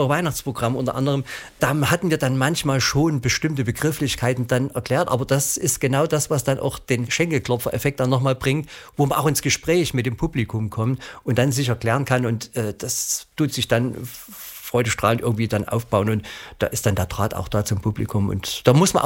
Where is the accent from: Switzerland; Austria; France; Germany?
Germany; Saxony; accent: Vogtländisch; first language Vogtländisch; Aber man hört schon, dass wir aus dem Vogtland kommen.